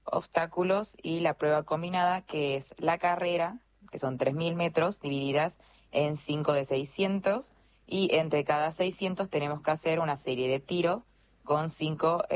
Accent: Salta, Argentina; moved away as an adult; now in Buenos Aires, Argentina; De Salta, Salta Capital.

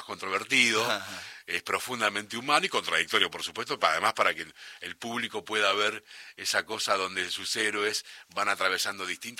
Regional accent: Santa Fe, Argentina; born there; also born or lived in Córdoba Province, Argentina; Yo nací en provincia de Córdoba. Eso te iba a decir. Aunque me crié más en Santa Fe. Bueno, un poco y un poco. Me considero un hombre de la pampa húmeda argentina.

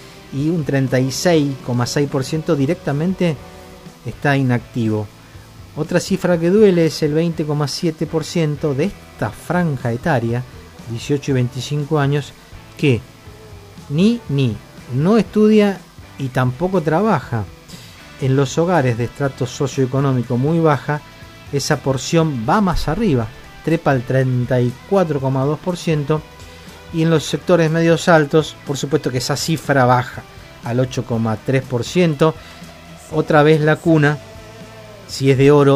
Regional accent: Argentina; Todos vivimos en la Argentina, todos somos argentinos.

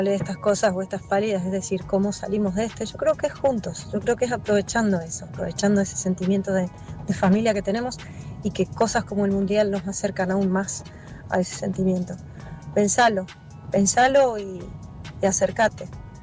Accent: Argentina; Ya que en nuestro caso, al menos como argentinos, tenemos terreno mucho

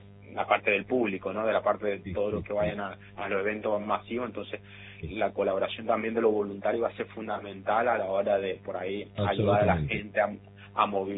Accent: Argentina; por ahí cuesta, como somos argentinos, pero cuesta dejar las diferencias

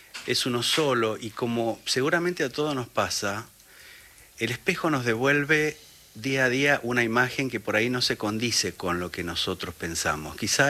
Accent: Palmira, Mendoza, Argentina; moved away as an adult; yo soy de Mendoza

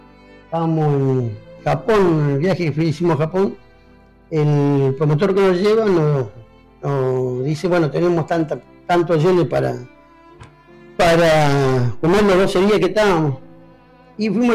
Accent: Caleta Olivia, Santa Cruz, Argentina; vos viajás por todos lados y decís que soy de Caleta Olivia y te dicen dónde era el roño.

